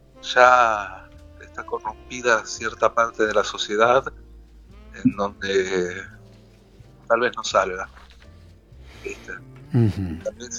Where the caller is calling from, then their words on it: Buenos Aires, Argentina; De Almagro, más precisamente.